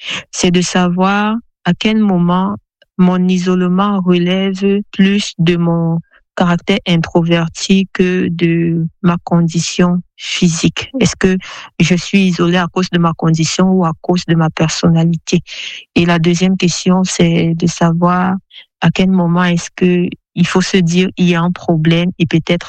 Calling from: Douala, Littoral, Cameroon; j'ai 30 ans et je suis à Douala au Cameroun.

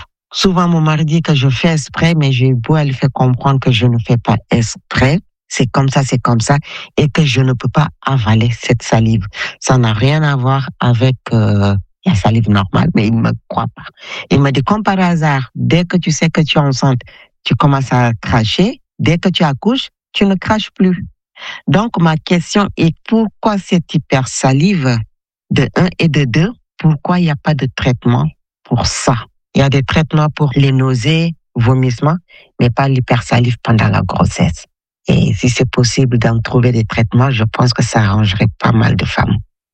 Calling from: Paris, Île-de-France, France; j'ai 41 ans, j'habite à Paris. J'ai 4 enfants.

